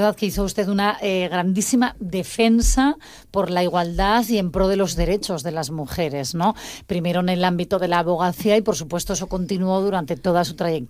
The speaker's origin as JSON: {"language": "Spanish", "town": "Gijón", "region": "Asturias", "country": "Spain", "said": "yo siendo de Gijón"}